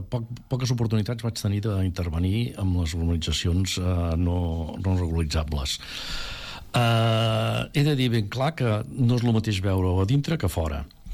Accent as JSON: {"language": "Catalan", "region": "Catalonia", "country": "Spain", "said": "jo sóc del Vallès"}